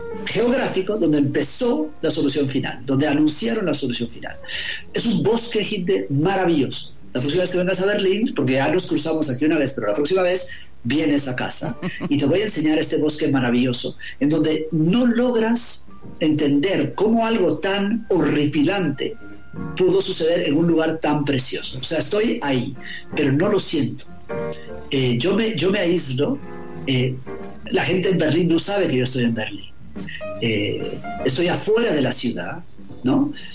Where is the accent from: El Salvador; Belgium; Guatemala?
Guatemala; moved away; Mis guatemaltecos, yo, sí, soy guatemalteco, claro, somos guatemaltecos